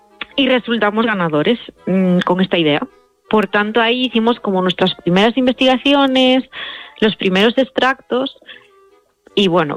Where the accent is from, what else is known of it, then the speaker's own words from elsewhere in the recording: Galicia, Spain; bueno, yo soy de Galicia y estamos muy ligados al mar.